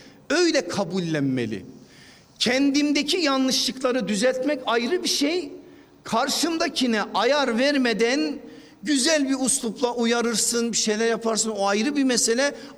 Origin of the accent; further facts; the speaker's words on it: Erzurum, Turkey; Şimdi ben o evliliğe aman Trakyalıdır ben Erzurumluyum olmaz mı olmaz